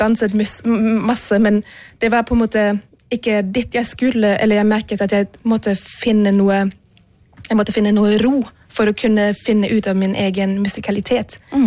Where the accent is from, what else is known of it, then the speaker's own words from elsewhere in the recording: Berlin, Germany; Norwegian is a second language; moved away as an adult; now in Bergen, Norway; Jeg født og oppvokst I Berlin, og I tidlig 20-årene så holdt jeg på å studere... samfunnsøkonomi I Berlin